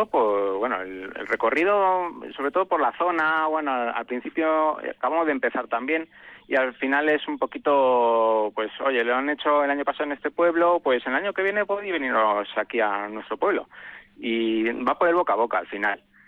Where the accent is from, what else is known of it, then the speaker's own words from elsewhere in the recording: Villamayor de Santiago, Castilla-La Mancha, Spain; moved away as an adult; now in Bilbao, Spain; yo soy de Villamayor de Santiago, de la zona de La Mancha